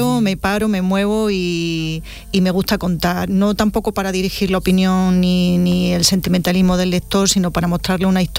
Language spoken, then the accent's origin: Spanish; Andalusia, Spain; se me da en mi tierra, en Andalucía